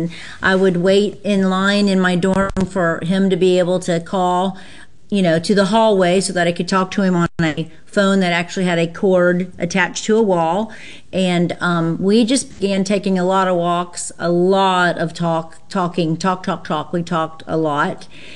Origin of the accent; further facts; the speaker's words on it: Ohio, United States; And I'm from Ohio, and so I just remember kind of looking at my college roommate going, well, that's kind of a cute little hillbilly.